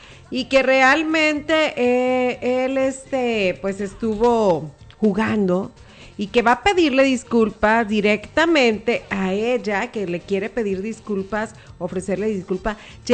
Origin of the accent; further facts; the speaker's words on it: Mexico; como todos mexicanos, nosotros no somos egoístas